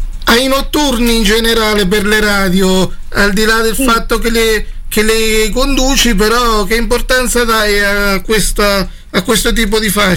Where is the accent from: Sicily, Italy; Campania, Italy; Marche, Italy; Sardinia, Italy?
Marche, Italy; Tolentino; io sono di Tolentino, lo dico.